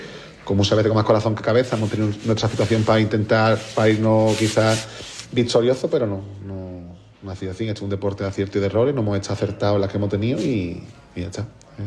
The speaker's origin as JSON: {"language": "Spanish", "town": "Jerez de la Frontera", "region": "Andalusia", "country": "Spain", "tie": "born or raised there", "said": "me he sentido querido aquí en mi club, en mi tierra y nada, me jode no haber podido seguir a la eliminatoria e intentar ascender con el club de mi ciudad"}